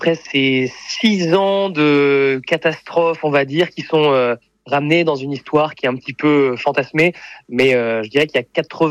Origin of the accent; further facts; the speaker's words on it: Caen, Normandy, France; je viens de Caen